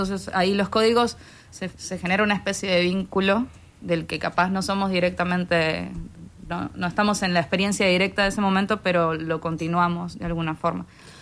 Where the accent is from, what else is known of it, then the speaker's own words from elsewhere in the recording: Caracas, Capital District, Venezuela; moved away as an adult; now in Uruguay; No, soy de Caracas. Hace... ¿qué día es hoy? ¿10? Hace 5 días cumplí 8 años en el paisito.